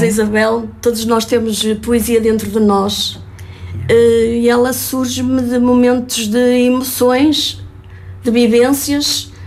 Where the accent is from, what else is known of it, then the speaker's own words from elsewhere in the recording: Espinho, Aveiro, Portugal; now in Cortegaça, Portugal; Estou lá a viver há 30 anos, vim do Conselho de Espinho, e quando cheguei a Cortegaça fiquei fascinada.